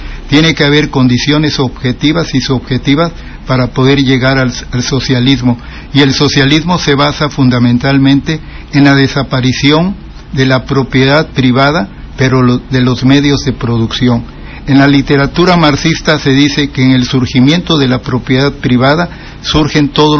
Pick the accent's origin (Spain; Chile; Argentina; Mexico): Mexico; Ixtepec, Oaxaca; Yo soy nacido en Ixtepec, pero criado desde muy chico, y entonces las tradiciones y las costumbres de ese pueblo pues influyen de una manera u otra.